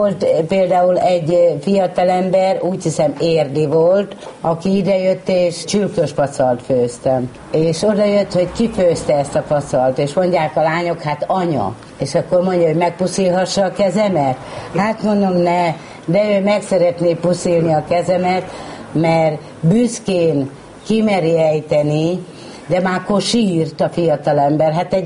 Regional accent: Dunakeszi, Pest, Hungary; Igen, én már kisgyerek, épp hogy csak ott megszülettem, de itt nőttem föl Dunakeszin az egész család.

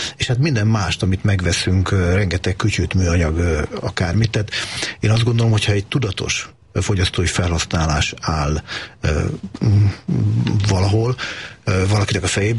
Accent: Transdanubia, Hungary; én Dunántúli vagyok

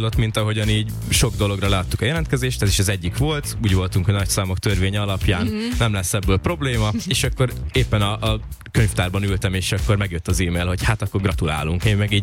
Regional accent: Lake Balaton, Hungary; hogy erre mindenképpen kell valami Balatonhoz kötődőt, mivel mind a ketten onnan származunk

